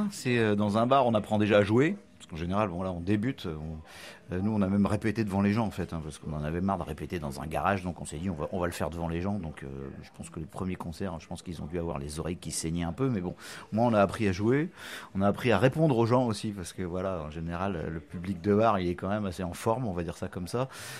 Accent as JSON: {"language": "French", "town": "Brest", "region": "Brittany", "country": "France", "tie": "born or raised there", "also_born_or_lived": "Plougastel / Quimper", "said": "Je suis né à Brest, ouais, j'ai passé mon enfance à Brest, après j'ai un peu bougé, voilà, Plougastel, Quimper, puis je suis revenu à Brest pour mes études"}